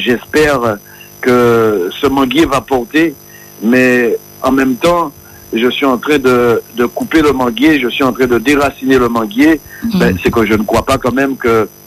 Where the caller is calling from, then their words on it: Corbeil-Essonnes, Île-de-France, France; je vous appelle de Corbeil-Essonne.